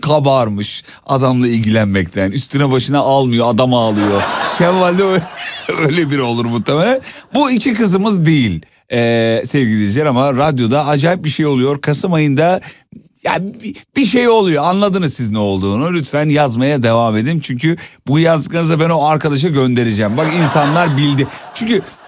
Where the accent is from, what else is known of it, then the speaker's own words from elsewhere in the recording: Erzurum, Turkey; Bizim yörelerin Erzurum yöresine ait bir eserdi.